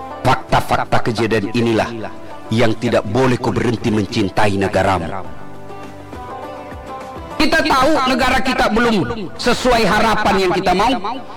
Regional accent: Indonesia

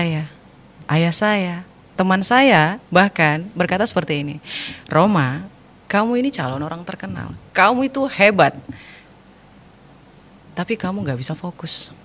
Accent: North Sumatra, Indonesia; Terlebih saya orang Batak ya, Mas.

